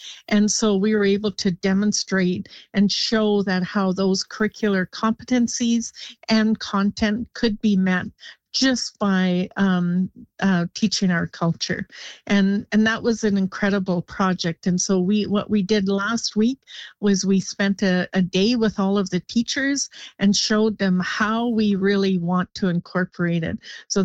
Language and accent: English; Gitwangak, British Columbia, Canada; I'm from the north. I'm from Gitwanga.